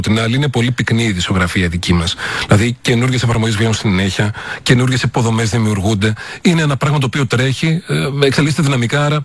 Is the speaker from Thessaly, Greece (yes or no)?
yes; Trikala, Thessaly, Greece